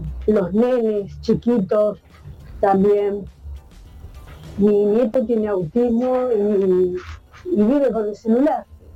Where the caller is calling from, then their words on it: Isidro Casanova, Buenos Aires Province, Argentina; de Casanova.